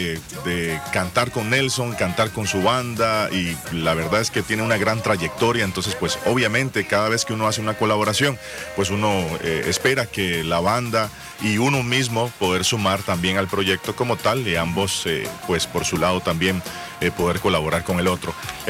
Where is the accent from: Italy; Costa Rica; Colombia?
Costa Rica; es un placer estar desde Costa Rica acá en El Salvador